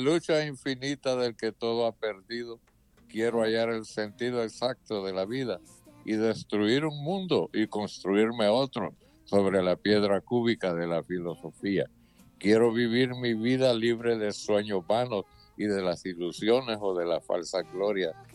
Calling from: Santa Rita, Chocó, Colombia; de Santa Rita de Lloro.

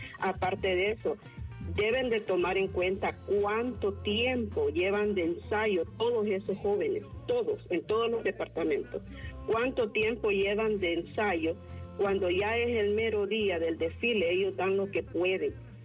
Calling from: Tegucigalpa, Francisco Morazán, Honduras; Yo soy de Tegucigalpa

